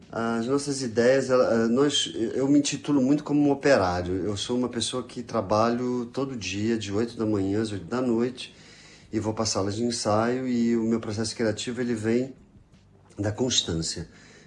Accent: Angola; moved away; also born or lived in Brazil / France; Eu vim de Angola, sou de família portuguesa, migrei para o Brasil, fui para a França, enfim.

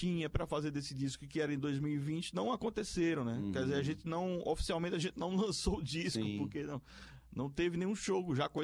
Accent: Recife, Pernambuco, Brazil; also born or lived in Garanhuns; Eu nasci no interior, né, em Garanhuns, uhum, Agreste de Pernambuco.

